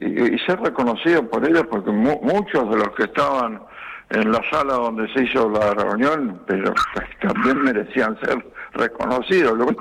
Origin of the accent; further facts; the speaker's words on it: Salto, Buenos Aires Province, Argentina; Yo soy de Salto.